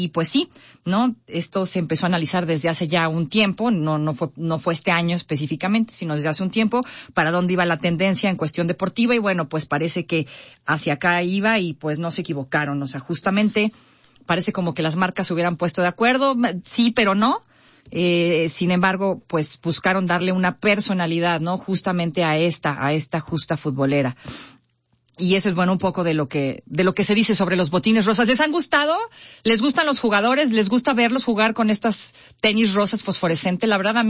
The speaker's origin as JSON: {"language": "Spanish", "country": "Mexico", "said": "como mujer y como mexicana"}